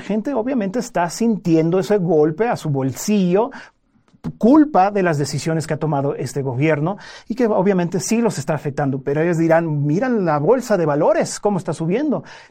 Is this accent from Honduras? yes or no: no; Mexico; nosotros como mexicanos